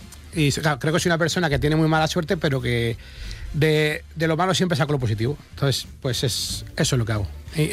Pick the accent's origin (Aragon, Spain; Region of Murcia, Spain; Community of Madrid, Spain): Community of Madrid, Spain; Aranjuez; accent: Toledo; soy de Aranjuez, pero es frontera con Toledo, o sea... Todos los pueblos. ¿Límite de provincia? Sí, sí. Tenemos el acento más de Toledo que de Madrid.